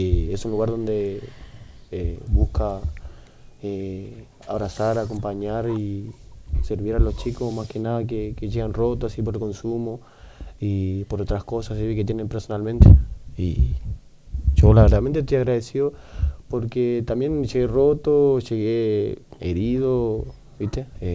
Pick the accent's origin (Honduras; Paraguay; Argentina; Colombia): Argentina; Corrientes; moved away as an adult; now in Reconquista, Argentina